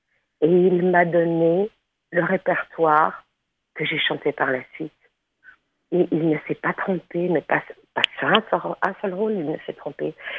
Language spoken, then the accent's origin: French; Thessaloniki, Central Macedonia, Greece; et petite fille de réfugiés. Donc, la moitié de la ville de Thessalonique, ou même plus que la moitié, nous sommes tous des Grecs d'Asie mineure.